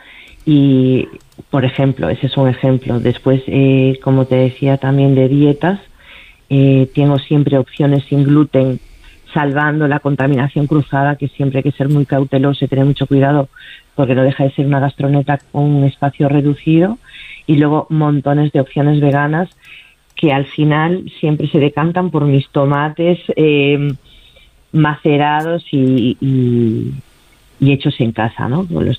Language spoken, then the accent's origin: Spanish; Galicia, Spain; born or raised there; also born or lived in Madrid